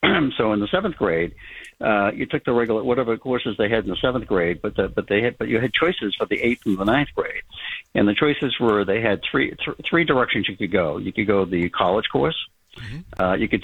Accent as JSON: {"language": "English", "town": "Lynn", "region": "Massachusetts", "country": "United States", "tie": "born there", "lives_now": "Wakefield, United States", "said": "When I was in the seventh grade, I went to public school in Lynn"}